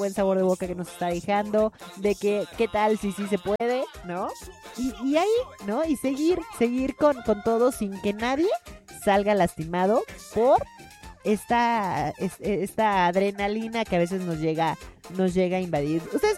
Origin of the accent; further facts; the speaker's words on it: Mexico; el fútbol nos une más como mexicanos